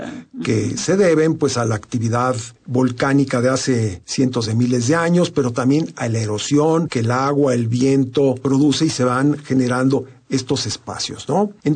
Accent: Mexico City, Mexico; soy chilango y tengo orgullo chilangopolitano

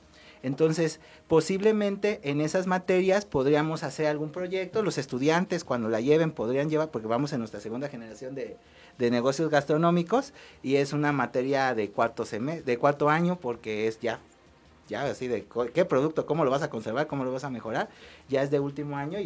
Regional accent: Veracruz, Mexico; moved away; yo soy de Veracruz, ya tengo algunos años acá

